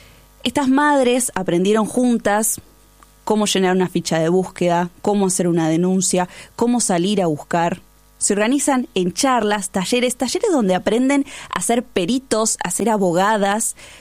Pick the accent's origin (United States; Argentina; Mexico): Argentina; Como argentinos es imposible que no nos interpele el dolor de estas madres.